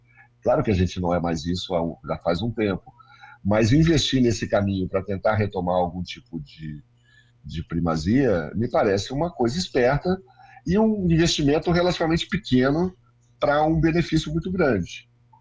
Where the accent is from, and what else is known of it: Brazil